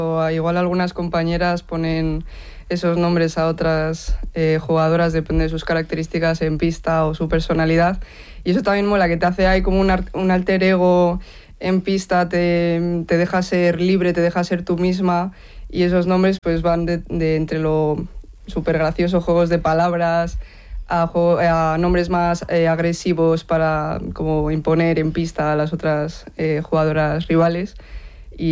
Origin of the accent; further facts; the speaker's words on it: Logroño, La Rioja, Spain; also born or lived in Madrid; acabé los estudios en Madrid y me volví a Logroño, que yo soy de Logroño.